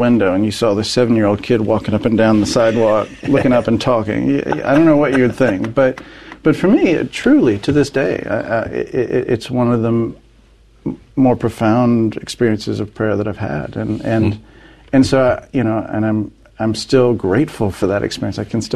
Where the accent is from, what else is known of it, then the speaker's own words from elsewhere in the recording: Olathe, Kansas, United States; also born or lived in Hays, Kansas; I was born in Hays, Kansas, in western Kansas, and lived my first 8 years or so of my life in Kansas. We moved to a suburb of Kansas City on the Kansas side, Olathe, Kansas, and that's where I first remember things